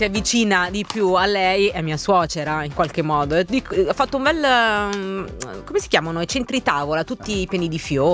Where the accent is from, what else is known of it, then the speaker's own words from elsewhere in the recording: Camarda, Abruzzo, Italy; Camarda comunque il mio paesino. Ma veramente 10 anime sono